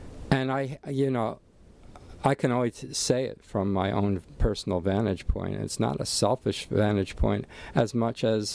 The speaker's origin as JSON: {"language": "English", "town": "Allentown", "region": "Pennsylvania", "country": "United States", "tie": "born or raised there", "said": "But my hometown area back in Allentown, Pennsylvania, where I grew up"}